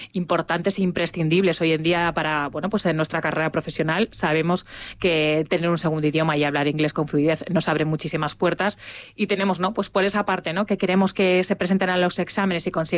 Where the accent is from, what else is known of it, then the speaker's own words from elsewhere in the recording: Spain; Seguimos siendo los españoles en general, bueno, esos grandes tímidos, ¿no?